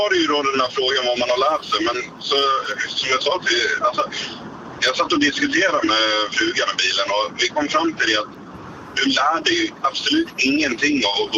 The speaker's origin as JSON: {"language": "Swedish", "region": "Småland", "country": "Sweden", "lives_now": "Norway", "said": "Alltså problemet är att jag pratar svosk. Jag är ju smålänning egentligen, så jag kan ju inte säga R."}